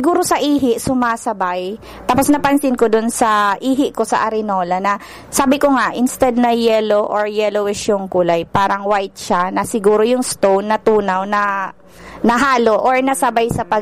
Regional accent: Pio Duran, Bicol Region, Philippines; from Binodigahan, Piudoran, Albay.

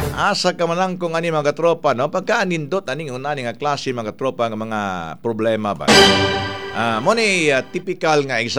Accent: Davao City, Davao Region, Philippines; Hindi nga kayo taga rito sa Davao City, ang dami nyo mga bagutbot. Kami dito, ang totoong nangyari sa amin sa Davao City, hindi kami nagbabagutbot

